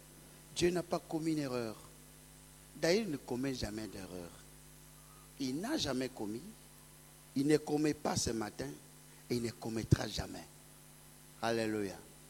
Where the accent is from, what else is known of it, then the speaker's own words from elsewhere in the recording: DR Congo; moi, je suis de la RDC. Mais quand je cite mon village, on va chercher dans la carte, on n'en trouvera pas. Mais je suis fier d'être né là-bas, de grandir dans cette poussière